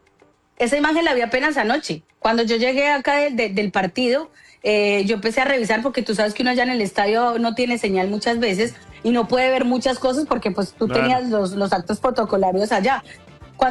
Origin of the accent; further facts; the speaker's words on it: Colombia; A mí como colombiana, la verdad, me emocionó mucho lo que pasó.